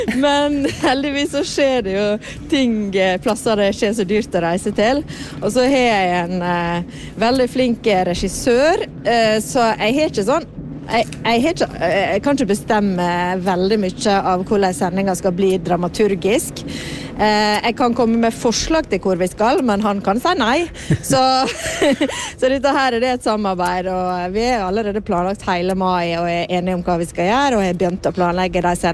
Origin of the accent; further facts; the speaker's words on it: Møre og Romsdal, Norway; now in Bergen, Norway; jeg har vært i heimbygda mi, Folkestad. Jeg har jo ikke bytt i denne bygda på nesten 30 år